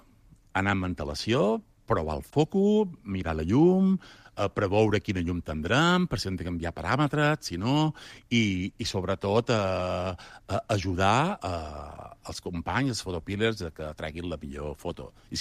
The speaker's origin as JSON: {"language": "Catalan", "region": "Balearic Islands", "country": "Spain", "said": "jo, com a mallorquí, com a bon mallorquí que som"}